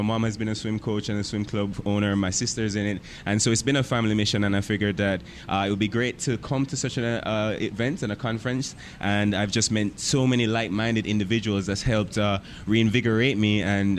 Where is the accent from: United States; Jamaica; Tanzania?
Jamaica; I'm from Jamaica.